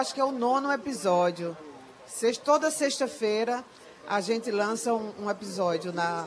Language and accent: Portuguese; Sertânia, Pernambuco, Brazil; Todo mundo da verdade, minha terra, a vovó. De Sertânia.